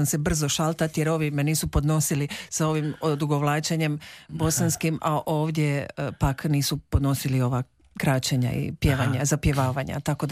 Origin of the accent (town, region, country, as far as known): Rijeka, Primorje-Gorski Kotar County, Croatia; moved away as an adult; also born or lived in Sarajevo